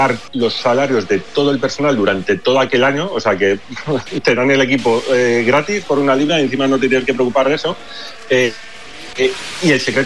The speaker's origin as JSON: {"language": "Spanish", "country": "Spain", "said": "Pero ya no solo porque haya trabajado con él o como aficionado español, es que es un tío muy, muy válido."}